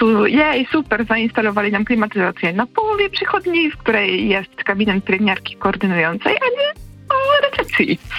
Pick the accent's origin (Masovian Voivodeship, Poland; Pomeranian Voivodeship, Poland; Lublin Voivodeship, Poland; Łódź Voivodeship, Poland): Łódź Voivodeship, Poland; Łódź; Też jestem z Łodzi i przykład polega na tym, że ja pracowałam na recepcji w jednej z przychodni w jednej z łódzkich przychodni.